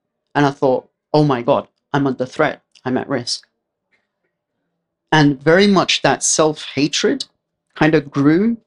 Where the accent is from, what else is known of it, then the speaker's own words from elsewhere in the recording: London, United Kingdom; I grew up in East London. So very economically deprived area. A lot of people from immigrant backgrounds.